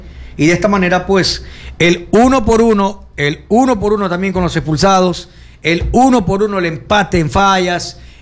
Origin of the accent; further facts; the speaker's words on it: Manabí, Ecuador; somos de Manaví.